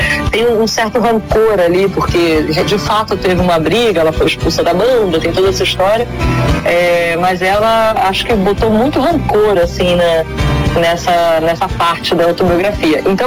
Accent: Niterói, Rio de Janeiro, Brazil; Sou, na verdade sou fluminense, né? Carioca é aquele que mora no Rio, que nasceu na cidade do Rio. Então eu sou fluminense do estado do Rio e niteróiense, da cidade de Niterói.

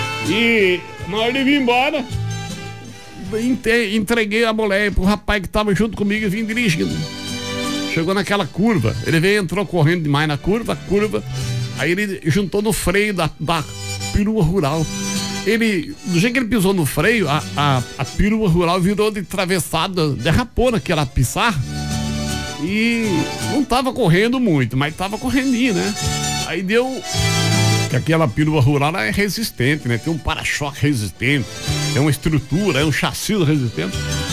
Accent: Paraná, Brazil; also born or lived in Itacoarituba; Eu nasci em Itacoarituba. Fui pro Paraná bem pequenininho. Aí já voltei lá, já era adolescente.

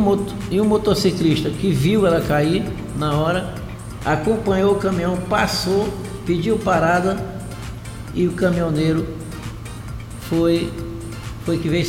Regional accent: Olho d'Água das Cunhãs, Maranhão, Brazil; born there; Olho d'Água das Cunhã, lá na minha terra, lá onde eu nasci. Eu nasci no município de Palmeira, Olho d'Água das Cunhã.

